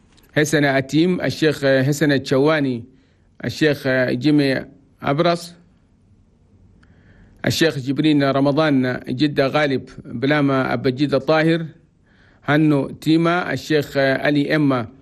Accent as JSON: {"language": "Arabic", "country": "Chad", "said": "في بلدنا تشاد بلد تومي."}